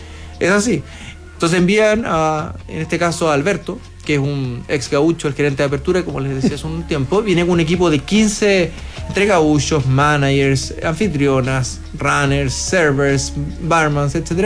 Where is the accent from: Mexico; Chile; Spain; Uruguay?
Chile; Y eso habla bien de nosotros como chilenos, finalmente.